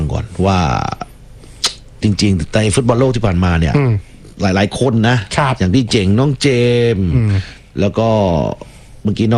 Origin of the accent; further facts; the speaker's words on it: Southern Thailand, Thailand; ใช่ถ้าสวนยางเนี่ยผมก็เป็นคนใต้เหมือนกัน